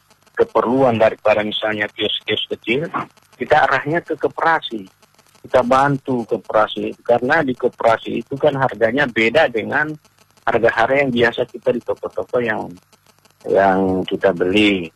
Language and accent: Indonesian; Indonesia; kita masyarakat Desa Tenggela